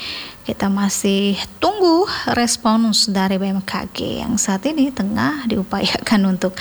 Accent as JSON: {"language": "Indonesian", "town": "Tarakan", "region": "North Kalimantan", "country": "Indonesia", "said": "kita juga sebagai warga Kota Tarakan"}